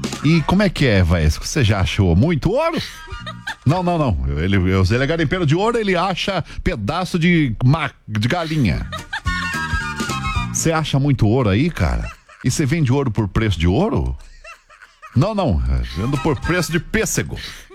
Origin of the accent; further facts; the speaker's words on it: Guarulhos, São Paulo, Brazil; Quando era moleque lá em Guarulhos, eu ia nas feiras do rolo.